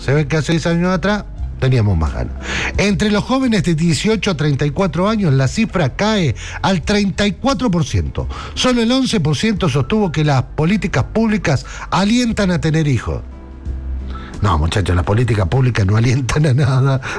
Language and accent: Spanish; Argentina